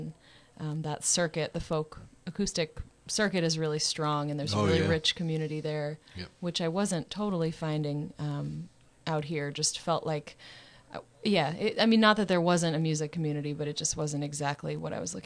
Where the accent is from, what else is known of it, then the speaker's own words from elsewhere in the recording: Boston, Massachusetts, United States; wasn't until I moved back to my hometown of Boston last summer